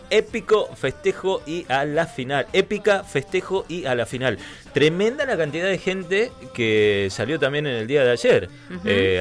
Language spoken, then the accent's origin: Spanish; Argentina; más como somos los argentinos jetones, bravucones